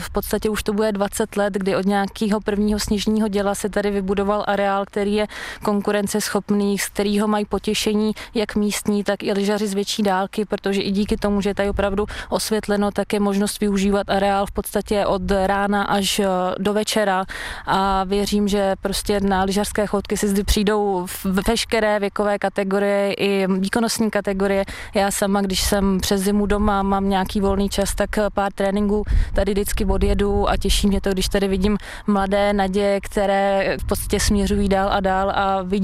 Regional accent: Špindlerův Mlýn, Hradec Králové Region, Czechia; moved away; já pocházím ze Špindlerova Mlýna

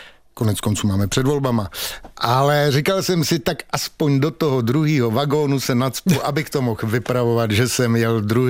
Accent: Prague, Czechia; Já když jsem byl kluk a vyrůstal jsem v Praze na Starém Městě, tak jsem s kamarády, ze spolužáky ze základní školy jsme chodili na Petřín.

